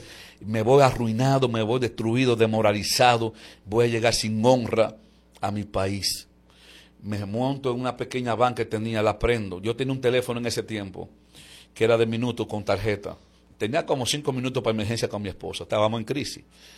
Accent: Dominican Republic; moved away as an adult; now in United States; nosotros venimos estrenados desde la República.

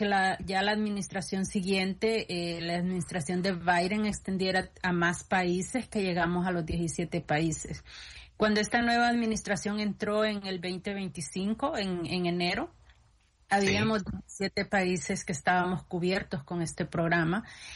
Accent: El Salvador; now in United States; nosotros como salvadoreños

